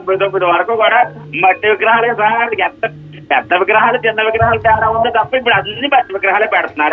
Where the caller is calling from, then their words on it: Bhimavaram, Andhra Pradesh, India; మా స్థానిక భీమవరం, పశ్చిమ గోదావరి జిల్లాలో భీమవరంలో